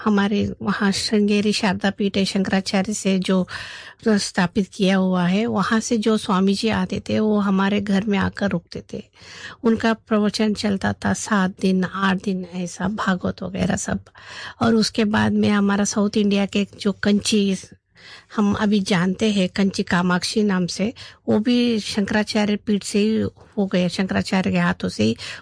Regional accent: Bangalore, Karnataka, India; moved away as an adult; now in Abu Road, India; हम बचपन से दादी के साथ ही पले बड़े हैं। हमारे घर धार्मिक प्रवृत्ति है और बड़ा घराना था वहाँ हमारा, वहाँ बेंगलोर में।

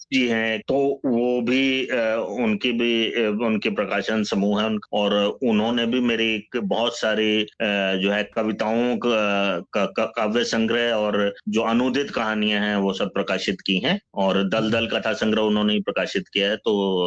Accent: Amritsar, Punjab, India; moved away; also born or lived in Delhi; अपने मेरा home town जो है वो अमृतसर है, मेरे पेरेंट्स वहीं सेटल्ड हैं

